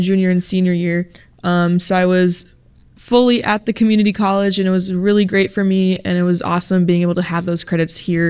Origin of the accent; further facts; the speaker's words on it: Brainerd, Minnesota, United States; moved away as an adult; now in St. Cloud, United States; Yeah, so I'm from Brainerd originally